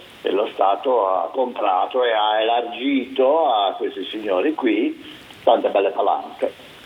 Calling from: Genoa, Liguria, Italy; io sono di Genova

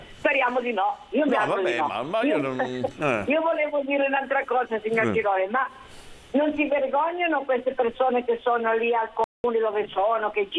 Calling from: Genoa, Liguria, Italy; Io sono di Bolzaneto.

